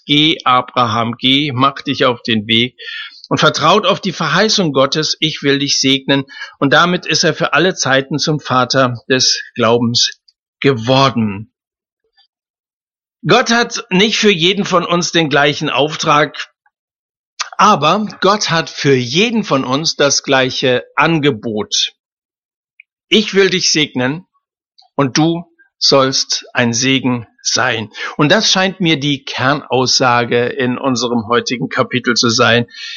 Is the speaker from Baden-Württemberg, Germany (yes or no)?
no; Hesse, Germany; dann sieh dir das kleine Land Israel an. Die Fläche kaum größer als mein Heimatland Hessen.